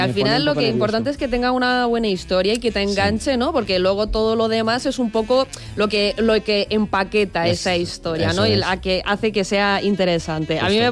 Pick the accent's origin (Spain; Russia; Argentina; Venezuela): Russia; Spanish is a second language; Buah, sí, me encanta el verano. Y siendo rusa, ¿eh? Sí. Que parece que no, pero.